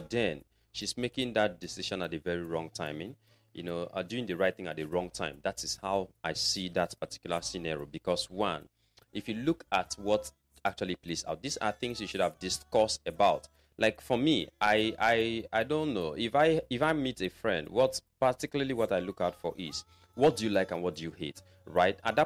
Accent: Nigeria; especially being a Nigerian or being found in Nigeria, as the case may be.

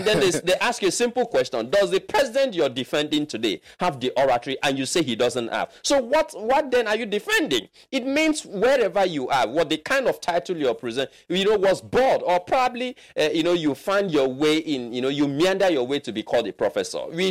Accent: Nigeria

